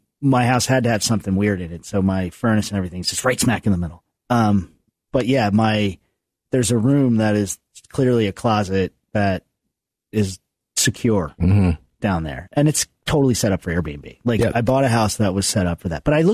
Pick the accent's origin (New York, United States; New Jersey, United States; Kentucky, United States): New Jersey, United States; where I grew up on the Jersey Shore